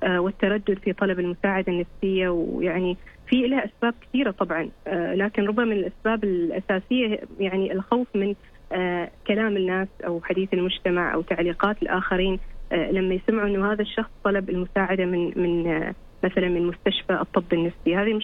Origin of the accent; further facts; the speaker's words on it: Oman; إحنا كمجتمع عماني